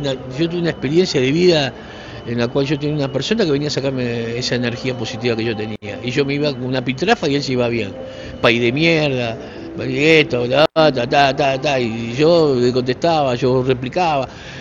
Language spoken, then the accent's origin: Spanish; Uruguay; somos todos uruguayos